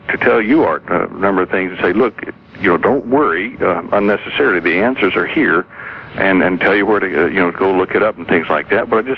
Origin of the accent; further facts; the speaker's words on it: United States; moved away; I might be 15,000 kilometers away, but I'm still an American.